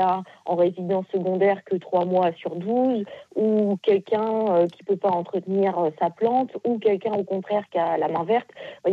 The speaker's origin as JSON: {"language": "French", "town": "Beaulieu-Roi", "country": "France"}